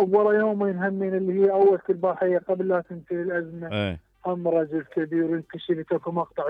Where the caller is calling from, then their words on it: Baghdad, Baghdad Governorate, Iraq; من بغداد.